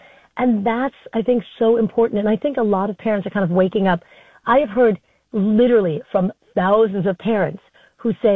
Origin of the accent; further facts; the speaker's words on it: New York, United States; Well, the funny thing is, right, you and I grew up in New York.